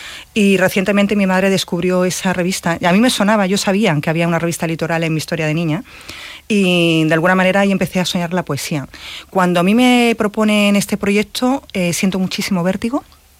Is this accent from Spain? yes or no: yes; Málaga, Andalusia, Spain; Yo Málaga siempre, como es mi ciudad natal